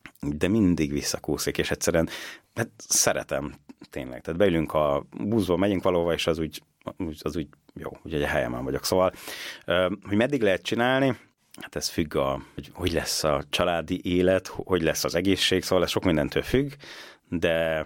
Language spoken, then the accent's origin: Hungarian; Debrecen, Hajdú-Bihar, Hungary; végülis debreceniként büszkeségnek is mondhatnám